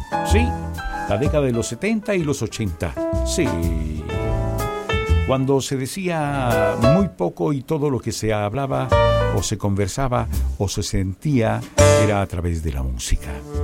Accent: El Salvador

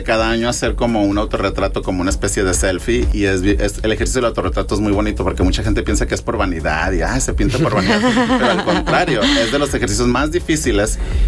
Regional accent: Mexico; also born or lived in Trinidad and Tobago; yo nací en Trinidad y Tobago, uh-huh, pero mi mamá es de Sonora. Uh-huh. Y mi mamá es blanca, digamos, mexicana blanca sonorense.

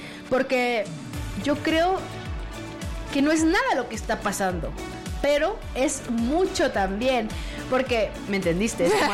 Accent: Hermosillo, Sonora, Mexico; yo soy de Hermosillo y en Hermosillo siempre hay sol

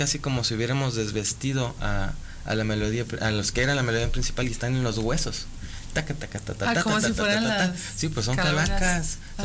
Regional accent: Mexico

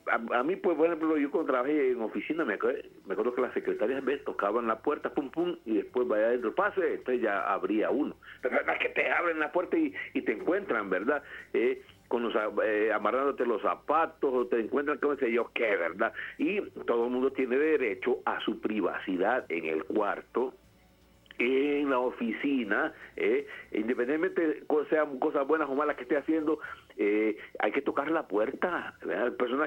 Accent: Guarizama, Olancho, Honduras; Yo soy de Guarizama, entonces yo allá los de Guarizama somos así, pues no precisamente, ¿verdad?

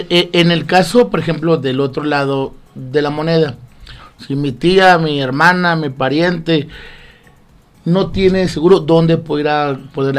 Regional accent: Chihuahua, Mexico; allá por donde yo nací, donde me crié, mi compa el Robert también, allá en la campesina, Alfredo Chávez, esos barrios de bajo mundo

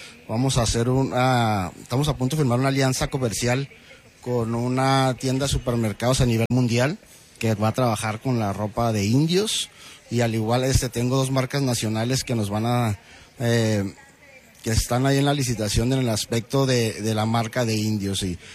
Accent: Chihuahua, Mexico; Pero pues al final del día todos somos chihuahuenses, todos somos amigos, ¿verdad?

